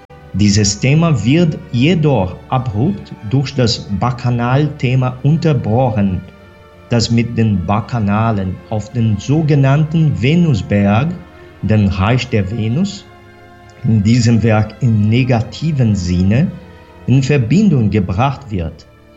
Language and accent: German; Brazil; ich bin Brasilianer.